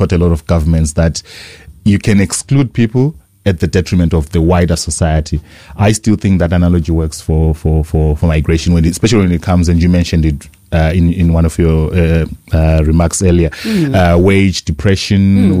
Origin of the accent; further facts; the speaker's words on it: Zimbabwe; moved away as an adult; I grew up in Zimbabwe, very comfortable middle class existence.